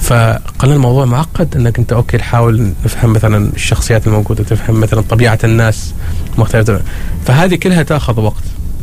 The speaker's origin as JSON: {"language": "Arabic", "country": "Oman", "said": "ونحن كشباب عمانيين وك فكر او تقول شباب عمانيين بس مع فكر عالمي"}